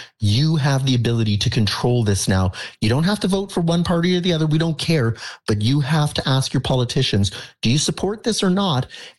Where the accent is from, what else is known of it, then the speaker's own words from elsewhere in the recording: Canada; I'm a Canadian